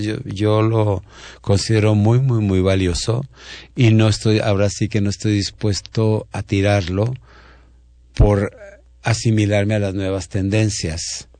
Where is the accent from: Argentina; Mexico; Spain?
Mexico; yo me siento profundamente mexicano, no desde el nacionalismo de los 40, pero sí mexicano.